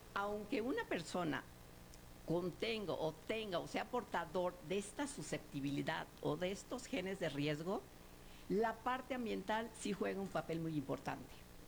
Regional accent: Mexico; la gran mayoría somos mestizos mexicanos.

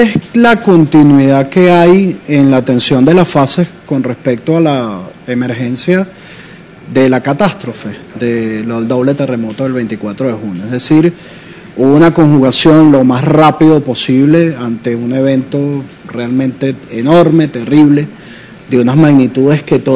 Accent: Venezuela; Todos perdimos como nación venezolana

